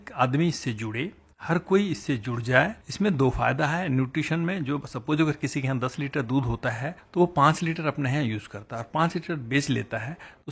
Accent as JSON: {"language": "Hindi", "region": "Jharkhand", "country": "India", "said": "मैं चूंकि एक ग्रामीण परिवेश से पला बढ़ा हूँ, मैं झारखंड का रहने वाला हूँ, और उसमें महिलाएं मार्केट जाके करेंगी ये थोड़ा एक्सेप्टेबल नहीं था।"}